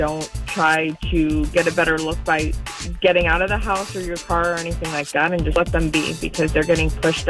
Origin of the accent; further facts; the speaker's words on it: the Poconos, Pennsylvania, United States; now in Taneytown, United States; I grew up in the Poconos, so that's nothing new to me.